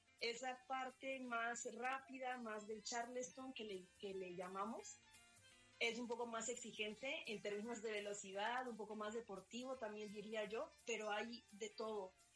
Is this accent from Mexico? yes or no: yes; Mexico; moved away as an adult; now in Bogotá, Colombia; Yo soy mexicana y llevo viviendo aquí en Bogotá por 10 años, precisamente.